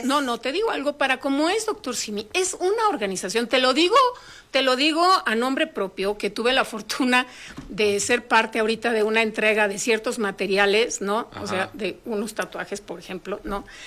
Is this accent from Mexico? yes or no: yes; Mexico; a mí como mexicana me llena de orgullo, ¿no?